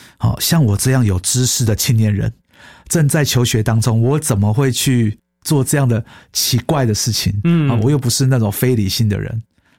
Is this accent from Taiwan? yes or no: yes; Taiwan; born there